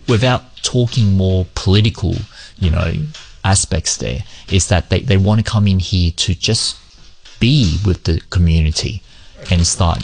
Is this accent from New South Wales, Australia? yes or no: no; Townsville, Queensland, Australia; English is a second language; also born or lived in Hong Kong; I'm the Chinese Australian. I was born in Hong Kong, and then I came when I was around about 7 years old. Then I just followed my parents coming up here to Australia.